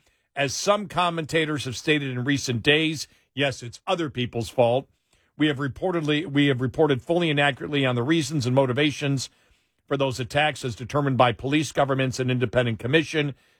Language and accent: English; Ireland; I'm Irish. I didn't take personal offense to that.